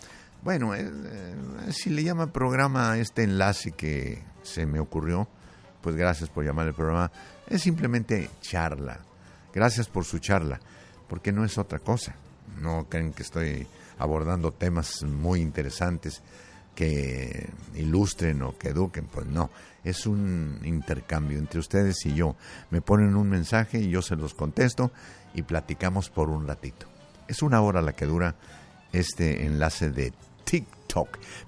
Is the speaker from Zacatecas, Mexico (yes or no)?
yes; Chinches Bravas, Zacatecas, Mexico; now in North Hollywood, United States; saludos desde Chinches Bravas, Zacatecas, don Humberto. Ese es mi pueblo, Chinches Bravas.